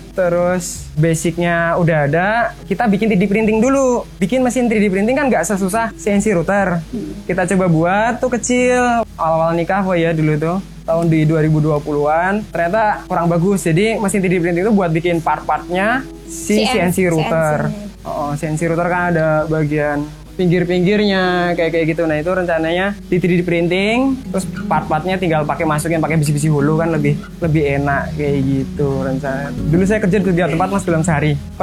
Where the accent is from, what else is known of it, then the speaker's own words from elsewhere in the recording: Bogor, West Java, Indonesia; also born or lived in Gunung Kidul; Dulu tuh saya kan lahir di Gunung Kidul, tapi emang kecilnya di Bogor.